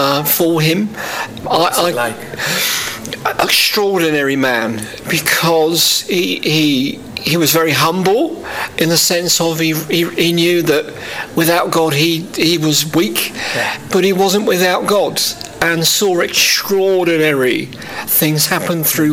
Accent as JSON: {"language": "English", "region": "South East England", "country": "United Kingdom", "said": "Yeah, well, I'm actually from the South Coast, so I come from Kingdom Faith Church, which is based in Horsham."}